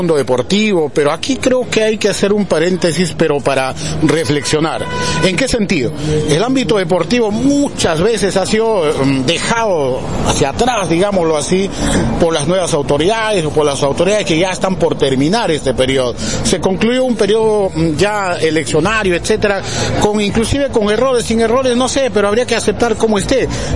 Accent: Peru; nuestra originalidad como peruanos.

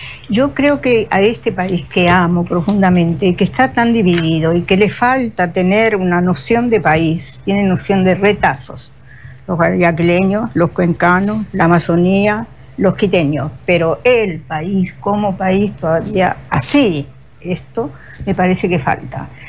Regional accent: Uruguay; moved away as an adult

